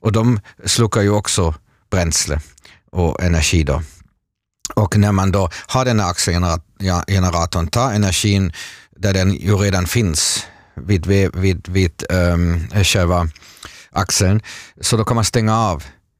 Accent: Mönchengladbach, North Rhine-Westphalia, Germany; moved away; Jag har ju vuxit upp där och tillbringar min barndom

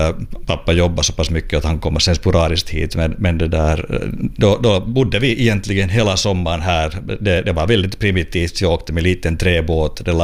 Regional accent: Espoo, Uusimaa, Finland; also born or lived in Helsinki; jag är född i Helsingfors och sen 5-åring har jag bott i Esbo i Matby, som då var ett väldigt nytt höghusområde som det där blev vårt hem och gick i skola sen där.

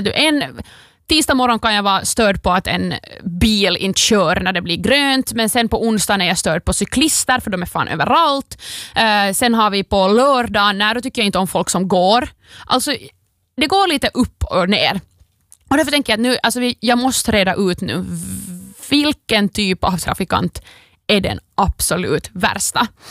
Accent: Vaasa, Ostrobothnia, Finland; Men jag gör det och jag är en äkta Vasabo på grund av det.

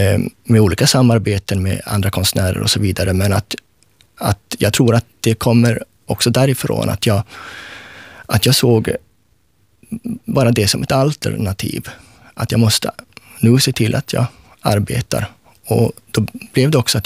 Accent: Sweden; accent: Rikssvenska; now in Finland; och när jag talar så finns det rikssvenska betoningarna kvar, som ibland också sipprar lite mot det finlandssvenska.

